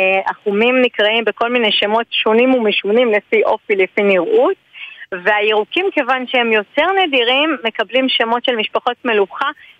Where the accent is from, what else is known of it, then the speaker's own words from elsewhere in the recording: Haifa, Haifa District, Israel; אני נולדתי וגדלתי בעצם בשכונת בת גלים, ועדיין מתגוררת שם לשמחתי ומזלי